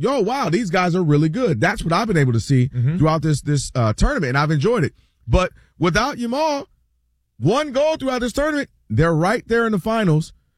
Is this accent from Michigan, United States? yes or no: yes; Ann Arbor, Michigan, United States; bro, you know, I'm from Ann Arbor. I watched every snap.